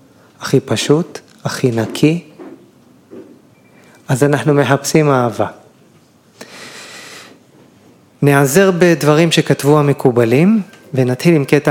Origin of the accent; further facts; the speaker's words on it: Elyashiv, Central District, Israel; now in Petah Tikva, Israel; אני מושבניק, ממושב אלישיב בעמק חפר. יום שלישי זה יום הורים, אנחנו מבקרים את אבא שלי באלישיב ואת אבא של אשתי בנתניה. אנחנו גרים בפתח תקווה